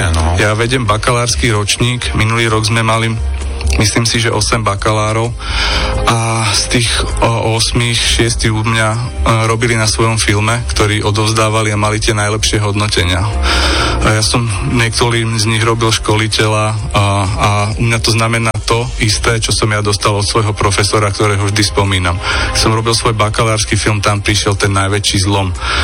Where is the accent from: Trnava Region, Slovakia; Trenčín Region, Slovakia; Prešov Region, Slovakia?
Trnava Region, Slovakia; Sereď; ja som rodák zo Serede